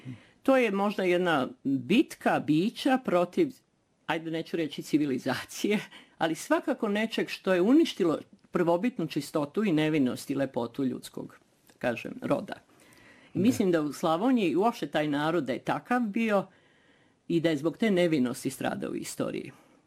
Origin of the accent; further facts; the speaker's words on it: Belgrade, Serbia; tamo mi smo stanovali na Dorčulu, znači sam jako lepo detinjstvo imali u Beogradu